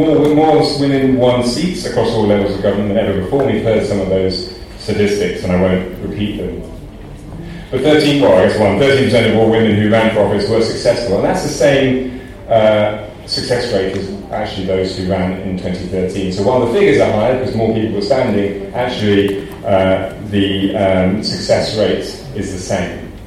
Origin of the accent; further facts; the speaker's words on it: United Kingdom; In the UK, in my country, we had a record number.